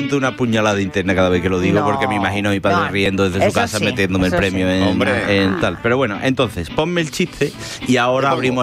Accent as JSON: {"language": "Spanish", "town": "Seville", "region": "Andalusia", "country": "Spain", "said": "Sabéis que evidentemente soy de Sevilla."}